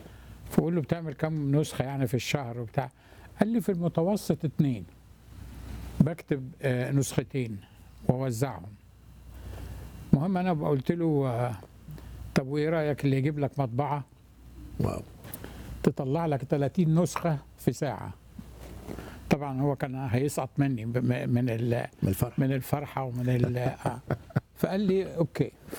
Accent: Egypt; now in United States; انا مصري امريكاني، هل ينفع افتح حساب عندكم هنا في الجزائر؟

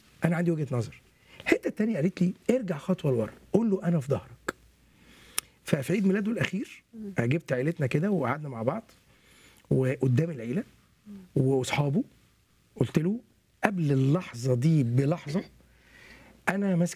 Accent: Egypt; عندنا في مصر

